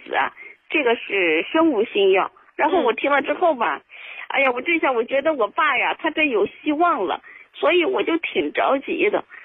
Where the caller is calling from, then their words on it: Changsha, Hunan, China; 我呀是湖南长沙的